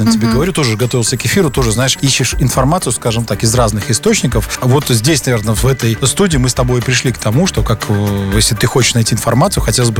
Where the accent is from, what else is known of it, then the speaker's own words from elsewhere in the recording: Belarus; Мы, белорусы